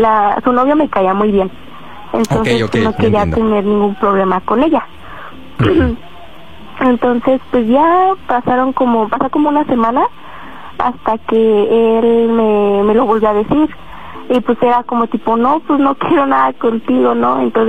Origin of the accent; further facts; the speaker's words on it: State of Mexico, Mexico; Tengo 13 años y soy del Estado de México.